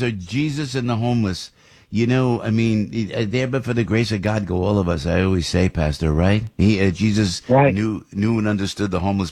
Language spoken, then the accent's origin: English; Passaic, New Jersey, United States; I'm from Passaic, right next door. And I said, hey, I'm a local guy.